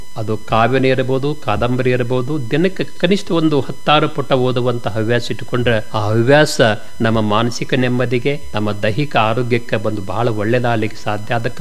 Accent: Belagavi district, Karnataka, India

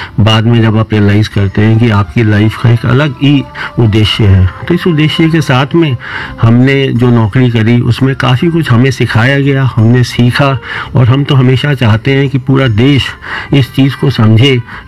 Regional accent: Faridabad, Haryana, India; born there; मैं फरीदाबाद का ही निवासी हूँ

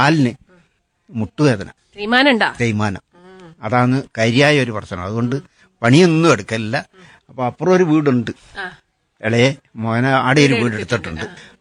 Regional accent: Mavelikkara, Kerala, India; moved away as an adult; now in Kannur, India; ഞാന് ആലപ്പുഴ ജില്ലയിലെ മാവേലിക്കര എന്ന് പറയാ എന്റെ.

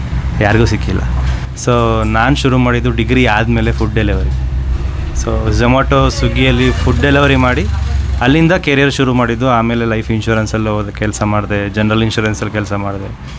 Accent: Shivamogga, Karnataka, India; also born or lived in Bengaluru; ಹುಟ್ಟು ಬೆಳೆದಿದ್ದು ಶಿವಮೊಗ್ಗದಲ್ಲೇ ಆಗಿರೋದ್ರಿಂದ

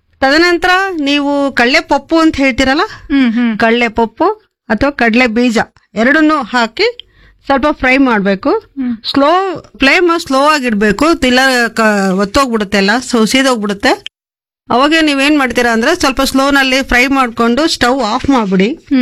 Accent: Raichur, Karnataka, India; basically ನಾನ್ ಬಂದು ರಾಯಚೂರ್ ಕಡೆಯವಳು

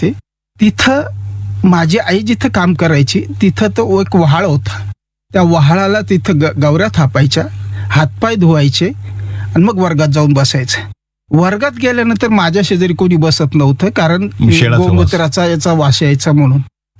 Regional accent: Nashik, Maharashtra, India; also born or lived in Musalgaon, Sinnar taluka; माझा जन्म सुद्धा नाशिकचा आहे.

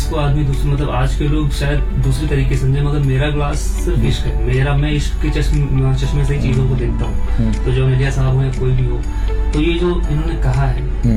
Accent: Lucknow, Uttar Pradesh, India

